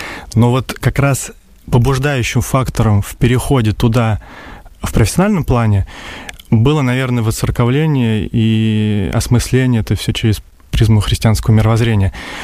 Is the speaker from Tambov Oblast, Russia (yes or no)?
yes; Tambov Oblast, Russia; Я сам из Тамбовской области, скажем так, с малых территорий, как сегодня таким термином выражают